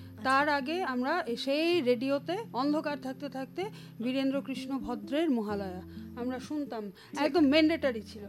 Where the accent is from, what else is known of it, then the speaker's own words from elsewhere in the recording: Khowai, Tripura, India; moved away; আমি তো খোয়াইয়ের মেয়ে, আমি প্রত্যেকবার পুজোতে আমি বাড়িতে যাই, খোয়াইতে যাই